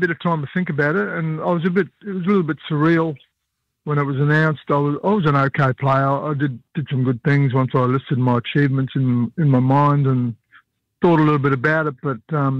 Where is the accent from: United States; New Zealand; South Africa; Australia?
Australia; Darwin, Northern Territory; still to this day don't know what it means or where it comes from, but I was known as a young fellow growing up in Darwin as